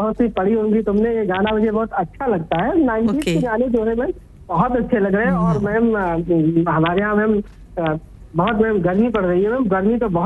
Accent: Barabanki, Uttar Pradesh, India; now in Lucknow, India; वैसे मैं बाराबंकी का रहने वाला हूँ, वर्तमान समय में … लखनऊ से बात कर रहा हूँ।

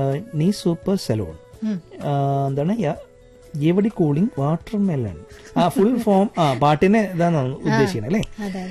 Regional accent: Kanthalloor, Kerala, India; ഞാൻ ഇടുക്കി കാന്തല്ലൂരിൽ നിന്നാണ്.

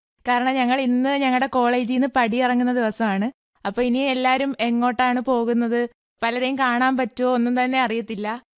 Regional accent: Kollam, Kerala, India; കൊല്ലം സ്വദേശിയാണ്.

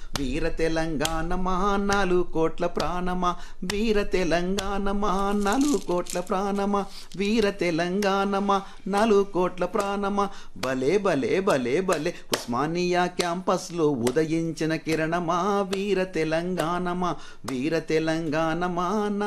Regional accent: Remaddula, Telangana, India; అందుకని ముఖ్యంగా మా ఊర్లో, మాది పాలమూరు జిల్లా కొల్లాపూర్ తాలూకా రేమద్దుల గ్రామం, అక్కడ మా ఊర్లో ఈ శ్రమను మర్చిపోవడానికి

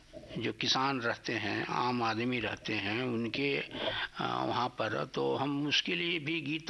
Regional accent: Jharkhand, India; हमारी देश जो है गांवों का देश है, और झारखंड भी हमारा गांवों का मैंने राज है, शहर तो गिन चुन के हैं।

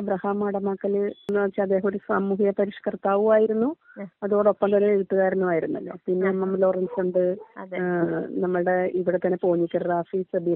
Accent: Karunagappally, Kerala, India; now in Mulavukad, India; എന്റെ നാട് ശരിക്കും കരുനാഗപ്പള്ളിയാണ്. അപ്പൊ അവിടുന്ന് ഒത്തിരി വ്യത്യാസമാണ് ഇവിടെ വന്നപ്പം

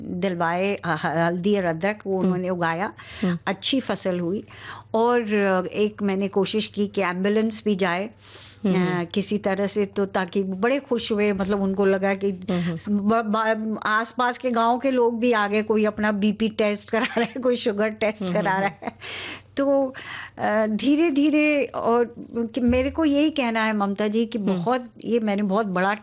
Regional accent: Uttarakhand, India; moved away; मैं भी पहाड़ी हूँ

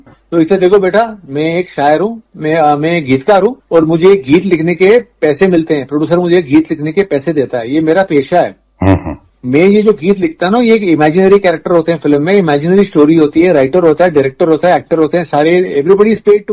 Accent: Punjab, India; तो मैंने कहा भाई हम तो पंजाबी हैं तो हमें पता है चक्कर का मतलब क्या होता है।

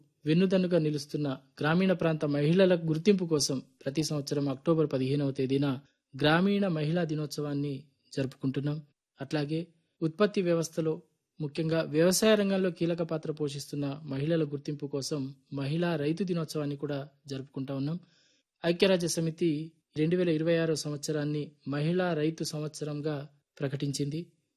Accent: Vaddadi, Telangana, India; born or raised there

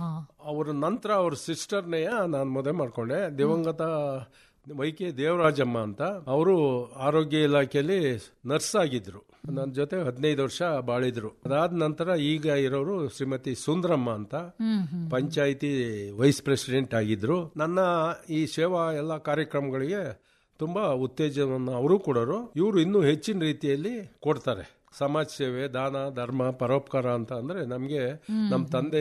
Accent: Kattebelaguli, Karnataka, India; ನಮ್ಮ ಹುಟ್ಟೂರು ಕಟ್ಟೆಬೆಳಗುಳಿ ಇಲ್ಲಿ. ಆಮೇಲೆ ಮಾಧ್ಯಮಿಕ ವ್ಯಾಸಂಗ ಹಳೆಕೋಟೆಯಲ್ಲಿ.

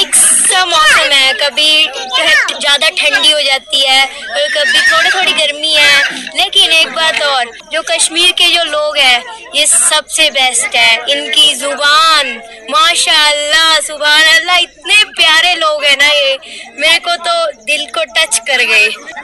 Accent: Bathinda, Punjab, India; और मैं बठिंडा पंजाब से हूँ।

